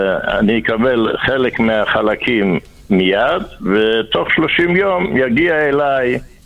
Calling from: Jerusalem, Jerusalem District, Israel; אנחנו מירושלים.

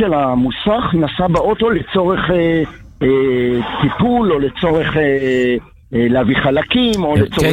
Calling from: Bnei Brak, Tel Aviv District, Israel; מבני ברק.

